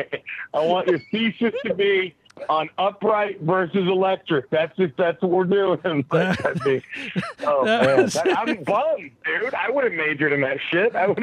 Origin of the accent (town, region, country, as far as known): Dallas, Texas, United States; born or raised there; now in Los Angeles, United States